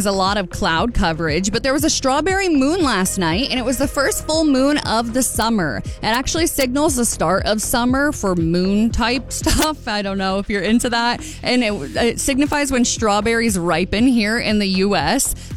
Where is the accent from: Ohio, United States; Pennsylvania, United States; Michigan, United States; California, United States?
Pennsylvania, United States; now in Wisconsin, United States; my home state of Pennsylvania.